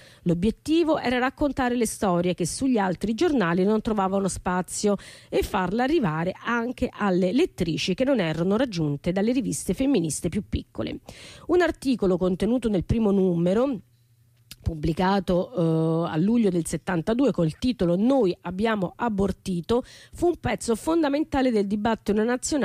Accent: Tuscany, Italy; Volevo scrivere delle mille volte in cui da toscani ci siamo canzonati, criticati senza mai avercene a male

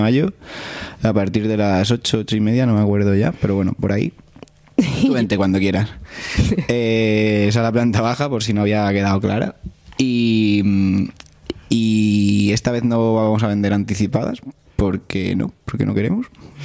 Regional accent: Madrid, Community of Madrid, Spain; born there; yo nací en Madrid, pero reniego de ello.

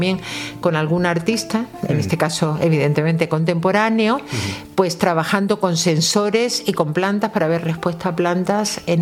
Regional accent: Melilla, Spain; now in Granada, Spain

